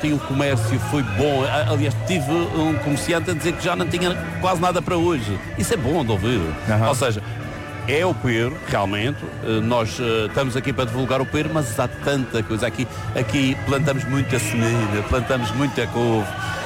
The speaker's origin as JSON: {"language": "Portuguese", "town": "Funchal", "region": "Madeira", "country": "Portugal", "moved": "yes", "lives_now": "Ponta do Pargo, Portugal", "said": "eu que sou do Funchal, estou aqui há 22 anos, mas sou do Funchal"}